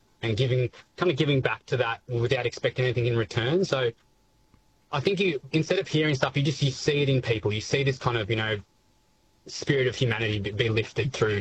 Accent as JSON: {"language": "English", "town": "Rokeby", "region": "Victoria", "country": "Australia", "tie": "born or raised there", "said": "I work, or volunteer, sorry, at the local market just in Rokeby, in my hometown."}